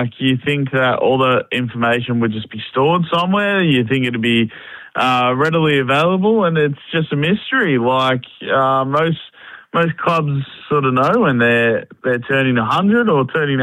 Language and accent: English; Penrith, New South Wales, Australia; And, you know, obviously I'm from Penrith, but there was no doubt in my mind who I was going for.